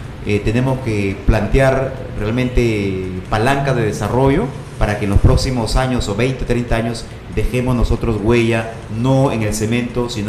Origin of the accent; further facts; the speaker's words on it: Tambogrande, Piura, Peru; el haber estudiado y el haber nacido en este caluroso pueblo de Tamborande